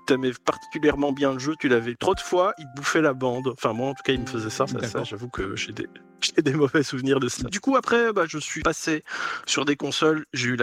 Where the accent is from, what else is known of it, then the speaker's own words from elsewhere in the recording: Belgium; parce qu'à la base, je suis belge.